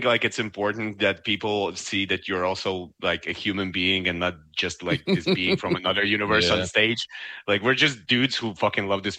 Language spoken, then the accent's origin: English; Germany